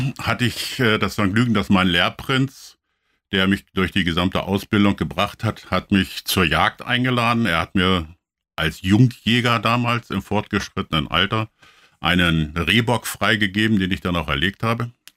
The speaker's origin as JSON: {"language": "German", "region": "Saxony", "country": "Germany", "said": "in unserer auch sächsischen Welt"}